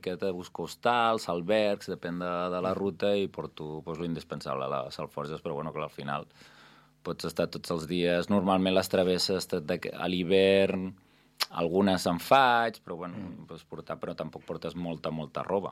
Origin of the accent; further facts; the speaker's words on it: Tarragona, Catalonia, Spain; moved away; Jo baixo a Tarragona perquè meus pares viuen allà, jo sóc de Tarragona